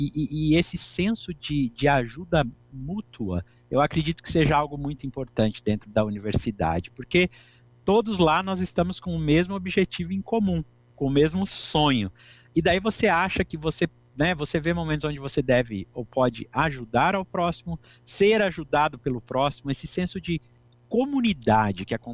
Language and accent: Portuguese; Bauru, São Paulo, Brazil; now in Araraquara, Brazil; Eu sou nascido e criado em Bauru e me mudei para Araraquara para cursar a faculdade.